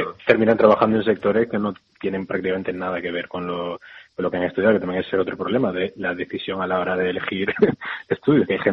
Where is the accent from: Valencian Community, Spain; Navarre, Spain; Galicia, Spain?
Galicia, Spain; Celanova; also born or lived in Santiago de Compostela; trabajé en mi pueblo, en Celanova